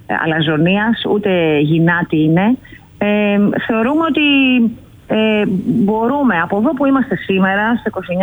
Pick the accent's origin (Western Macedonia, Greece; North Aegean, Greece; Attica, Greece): Western Macedonia, Greece; Grevena; born or raised there